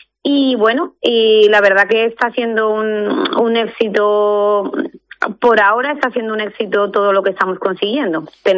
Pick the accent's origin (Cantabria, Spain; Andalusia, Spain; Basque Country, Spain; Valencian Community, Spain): Andalusia, Spain; Lantejuela; born there; un niño de mi pueblo, que yo soy de Lantejuela en realidad